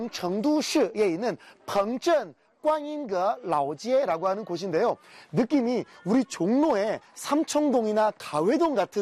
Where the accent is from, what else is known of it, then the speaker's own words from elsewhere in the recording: South Korea; Chinese is a second language; 大叔，麻烦问一下，我是来自韩国的游客，